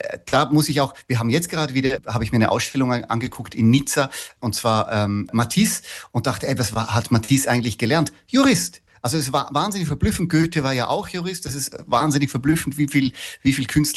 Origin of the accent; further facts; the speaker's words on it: Switzerland; also born or lived in Vienna, Austria; now in Berlin, Germany; Ich bin von der Schweiz eigentlich ausgewandert nach Wien zuerst. Mhm. 12 Jahre Wien und dann von Wien nach Berlin.